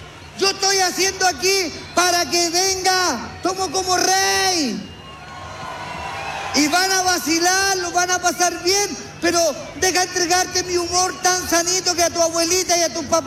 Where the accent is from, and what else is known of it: Chile